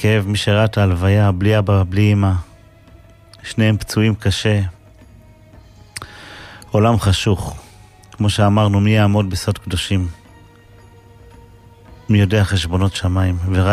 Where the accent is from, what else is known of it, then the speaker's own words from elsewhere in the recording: Safed, Northern District, Israel; קבור בצפת ברחוב לוחמי הגטאות. שם גדלנו, היינו הולכים הרבה פעמים לקבר הזה של הצדיק הקדוש הזה